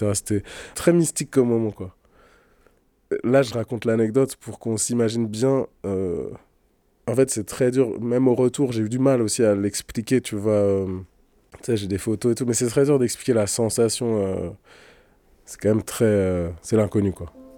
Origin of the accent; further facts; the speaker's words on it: Bati, Amhara, Ethiopia; Bati, c'est d'où je viens, donc à côté de Dessie et Kombolcha, dans l'ancienne province du Wollo, qui est en région Amara, à l'entrée du désert Afar, là où on a trouvé Lucie, l'Australopithèque. Moi, je viens de tout près de là.